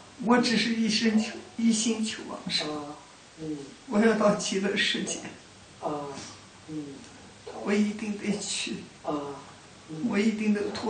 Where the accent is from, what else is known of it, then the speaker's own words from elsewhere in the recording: Shandong, China; 我是山东人